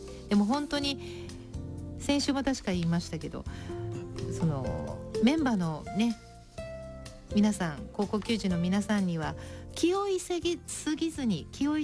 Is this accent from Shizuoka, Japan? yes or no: yes; Shizuoka, Japan; 私のふるさと静岡